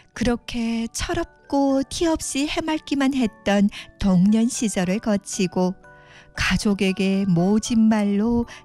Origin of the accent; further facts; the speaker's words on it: Yanji, Jilin, China; 그건 바로 내가 조선족이라는 것과 연길이라는 작은 도시에서 태어나 지금까지 자라났다는 거다.